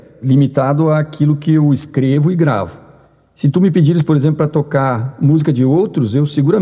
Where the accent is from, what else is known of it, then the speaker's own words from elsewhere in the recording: Rio Grande do Sul, Brazil; Raramente eu canto para o sul e nunca para a fronteira oeste, que curiosamente é de onde eu sou.